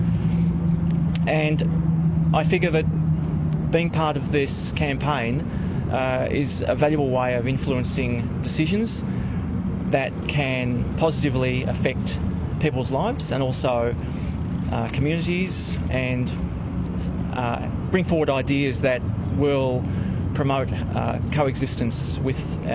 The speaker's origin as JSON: {"language": "English", "town": "Wodonga", "region": "Victoria", "country": "Australia", "said": "I'm from Wodonga. I've lived here since 1995."}